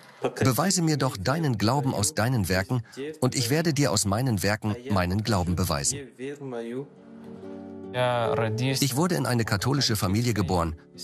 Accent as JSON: {"language": "German", "country": "Burundi", "second_language": "German", "moved": "as an adult", "said": "Ich komme aus Burundi. Das liegt in Ostafrika. Vor 3 Jahren kam ich hierher, um Theologie zu studieren."}